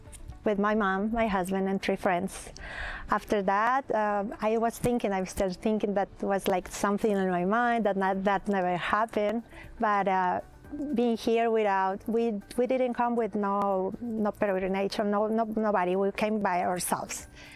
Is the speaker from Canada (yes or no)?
no; Mexico; now in Dallas, United States; I'm living in Dallas, Texas, but I'm from Mexico.